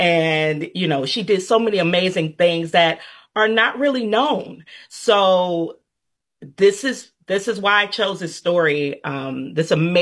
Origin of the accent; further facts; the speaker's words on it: Cleveland, Ohio, United States; I grew up in Cleveland, Ohio